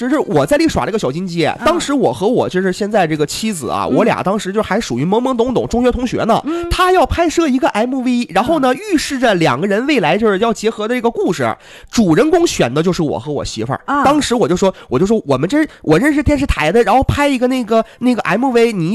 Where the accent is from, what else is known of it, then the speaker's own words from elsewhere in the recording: Harbin, Heilongjiang, China; 古梨园也承载着很多咱们哈尔滨人曾经的记忆啊。